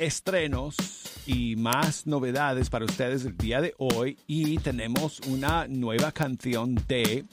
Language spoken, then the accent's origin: Spanish; United States; Spanish is a second language; al final soy gringo.